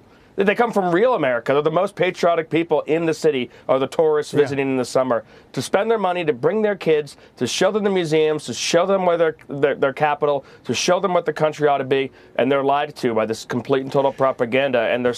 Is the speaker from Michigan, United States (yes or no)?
no; Massachusetts, United States; now in Washington, D.C., United States; growing up in Massachusetts.